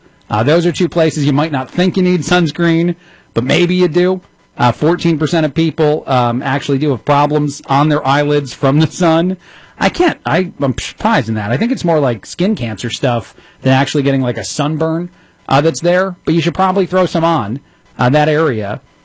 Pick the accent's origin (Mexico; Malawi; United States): United States; East Coast; I love get a load of this guy, but I'm from the East Coast. I feel like that's an East Coast thing, not a white guy thing, but who knows.